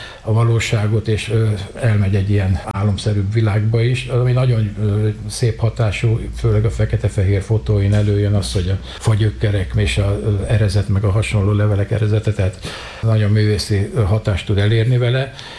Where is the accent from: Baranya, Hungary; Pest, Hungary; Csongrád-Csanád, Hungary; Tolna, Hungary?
Pest, Hungary; Pilisszentkereszt; born there; Az én gyökereim pedig a Pilisben vannak, tehát hogy a Piliszentkereszti születésű vagyok